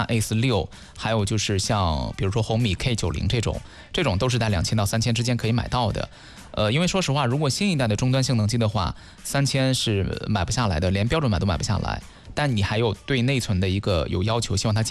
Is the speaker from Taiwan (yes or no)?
no; China; 不贴合我们中国人的一个使用的习惯